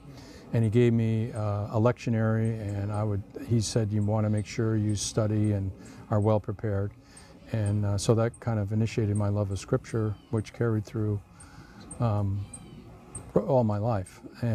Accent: Michigan, United States; And this woman showed up from New Jersey, you know, and I'm from Michigan originally, and kind of the rest is history.

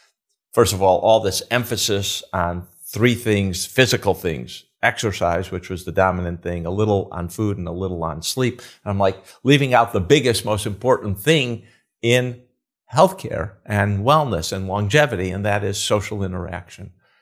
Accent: Chicago, Illinois, United States; I said that I was from Chicago. We actually grew up in the city round about the same time. He was on the south side. I was on the north side.

